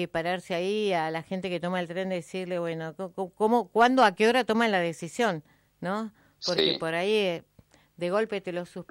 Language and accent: Spanish; Los Menucos, Río Negro, Argentina; un abrazo … también soy de Los Menucos. Es el pueblo maravilloso, es el pueblo maravilloso.